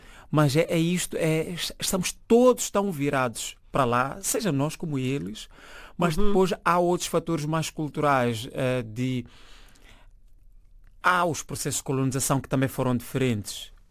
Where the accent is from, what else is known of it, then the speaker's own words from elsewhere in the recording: Mozambique; quando eu chego no Ghana e digo, olha, sou de Moçambique.